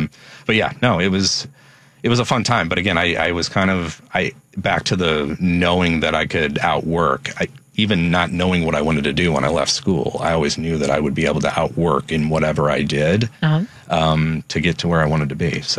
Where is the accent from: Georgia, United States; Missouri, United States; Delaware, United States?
Missouri, United States; St. Louis; St. Louis.